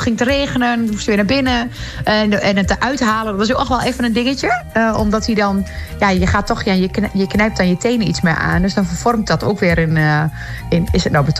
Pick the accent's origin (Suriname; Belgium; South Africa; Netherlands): Netherlands; Loosdrecht, North Holland; Maar ik kom wel uit Loosdrecht natuurlijk. Ik ben nu nog in Loosdrecht.